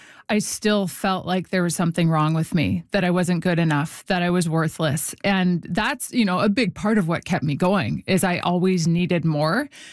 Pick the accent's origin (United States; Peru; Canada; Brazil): Canada; Winnipeg, Manitoba; It was community sport growing up in Winnipeg, playing ringet